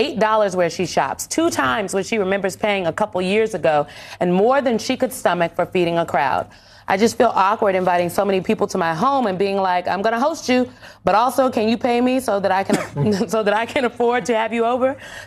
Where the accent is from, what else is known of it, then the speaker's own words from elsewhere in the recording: Nebraska, United States; I'm from Nebraska, y'all